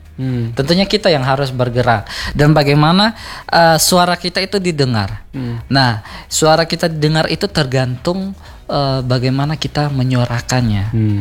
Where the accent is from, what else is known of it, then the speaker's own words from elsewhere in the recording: Soe, East Nusa Tenggara, Indonesia; Dalam artian saya sendiri di daerah saya atau tempat saya tinggal di saya dari Soe.